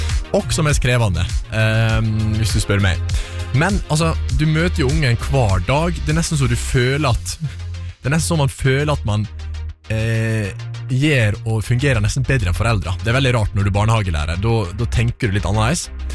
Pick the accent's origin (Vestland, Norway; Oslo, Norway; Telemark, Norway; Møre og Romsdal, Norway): Møre og Romsdal, Norway; Flemsøy; moved away; jeg hadde en fastlege hjemme på Flemsøy, når jeg var liten.